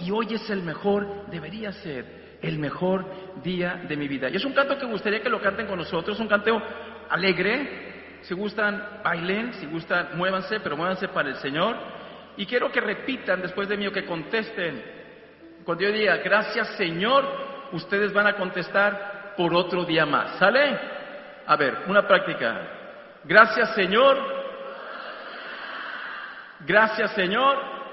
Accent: McAllen, Texas, United States; nosotros venimos desde el estado de Texas, ahí desde McAllen, junto en la frontera diócesis de Brownsville.

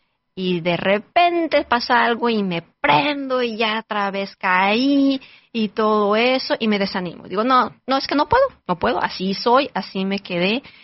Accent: Mexico; born there; moved away; yo que vengo de México, pues sí, yo rezaba el rosario con mi abuelita, con mi mamá

